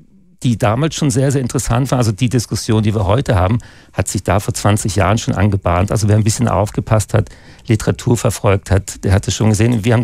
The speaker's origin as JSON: {"language": "German", "region": "Hamburg", "country": "Germany", "tie": "born or raised there", "also_born_or_lived": "Konstanz", "moved": "as an adult", "lives_now": "Switzerland", "said": "Also geboren in Hamburg, habe da Abitur gemacht, Matur. Bin dann nach Konstanz gegangen, weil ich mal weiter weg wollte von Hamburg."}